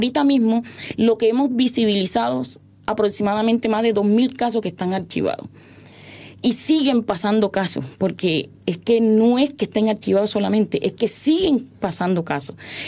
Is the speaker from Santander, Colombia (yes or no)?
no; Cartagena, Bolívar, Colombia; vengo de la ciudad de Cartagena.